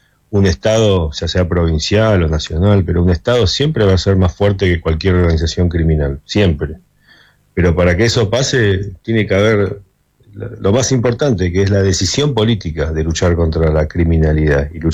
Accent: Argentina; somos argentinos

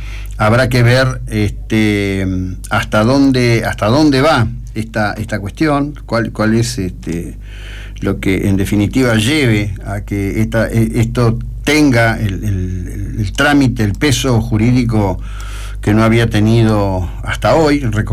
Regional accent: Argentina; nos da como ciudadanos argentinos

